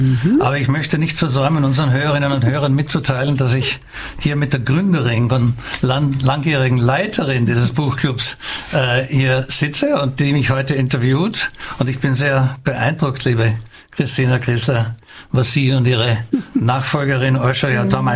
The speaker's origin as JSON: {"language": "German", "country": "Austria", "also_born_or_lived": "Dortmund", "moved": "yes", "lives_now": "Budapest, Hungary", "said": "als Österreicher ist mir überhaupt ein Anliegen, die Literatur meines Landes im Ausland zu zu vermitteln."}